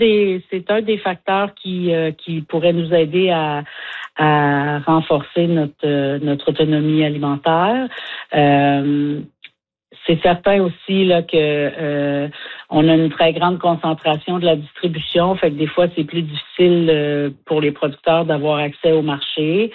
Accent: Quebec, Canada; Moi, je viens du Québec.

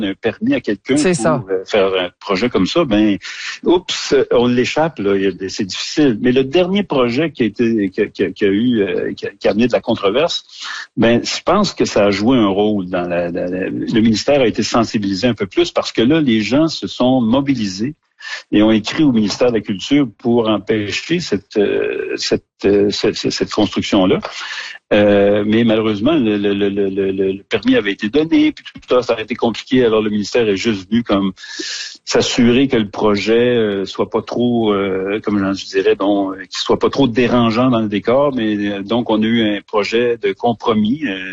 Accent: Terrebonne, Quebec, Canada; moi, j'ai vécu dans le Vieux-Terrebonne. Je suis né dans le Vieux-Terrebonne. Mes parents avaient des commerces dans le Vieux-Terrebonne.

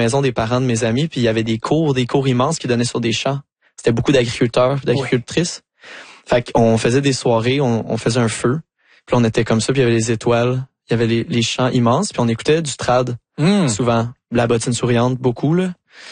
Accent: Saint-Hyacinthe, Quebec, Canada; parce que moi je viens de Saint-Hyacinthe qui est une ville agricole

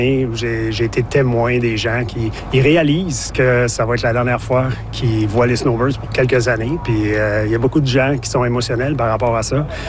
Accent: New Brunswick, Canada; born or raised there; moved away

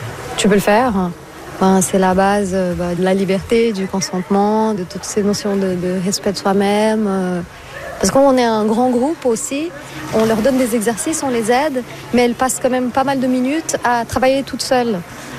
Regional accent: Brazil; Moi, je suis brésilienne à la base, donc quand je pense à l'Amazone, ben, c'est trouble

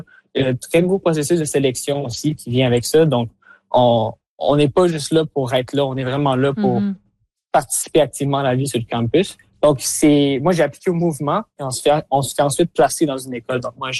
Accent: Quebec City, Quebec, Canada

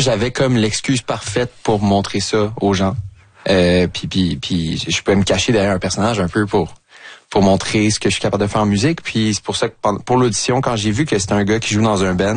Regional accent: Longueuil, Quebec, Canada; Moi, j'ai grandi dans le Vieux-Longueuil

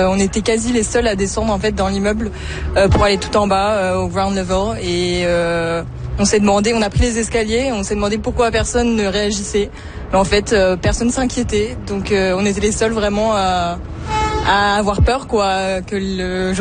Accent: Paris, Île-de-France, France; Alors moi je viens de Paris et c'est pas la même chose les tempêtes.

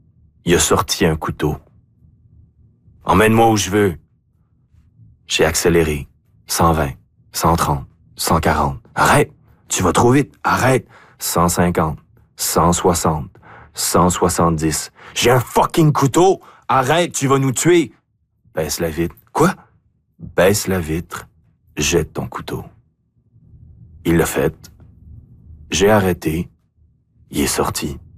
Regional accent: Dieppe, New Brunswick, Canada; J'écris Moncton, même si j'ai grandi à Dieppe.

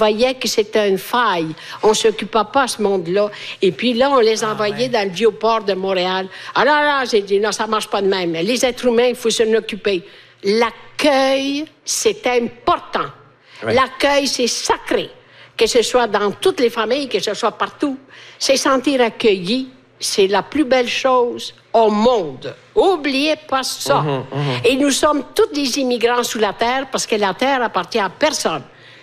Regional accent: Italy; French is a second language; Chez nous, en Italie, il fait chaud.

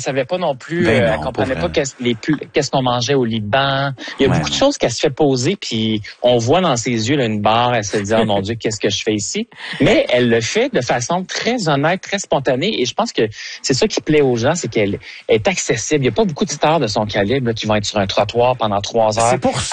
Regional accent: Quebec, Canada; on l'aime, on est Québécois, on veut qu'elle réussisse.

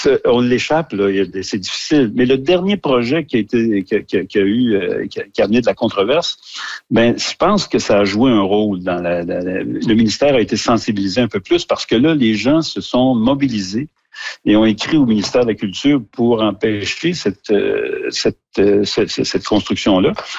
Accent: Terrebonne, Quebec, Canada; dans le Vieux-Terrebonne, je suis né dans le Vieux-Terrebonne. Mes parents avaient des commerces dans le Vieux-Terrebonne. Quand j'étais adolescent, le Vieux-Terrebonne, ça s'appelait pas le Vieux-Terrebonne

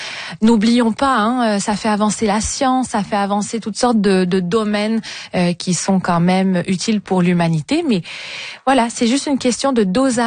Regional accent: Canada; chez nous au Canada

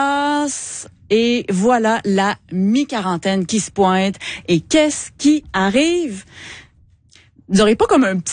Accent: Quebec City, Quebec, Canada; accent: Québec; mon accent de Québec

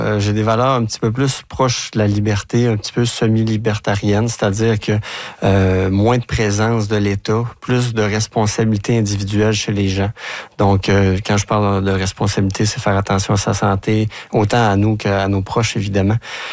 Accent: Quebec, Canada; Je viens de la Gaspésie.

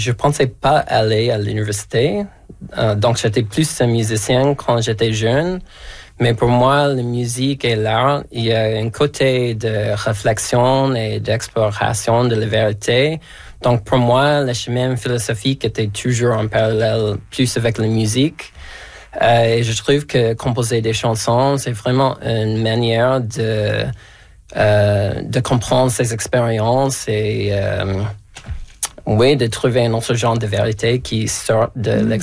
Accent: Alberta, Canada; French is a second language; now in Quebec, Canada; Et j'ai commencé à apprendre le français après avoir quitté l'Alberta.

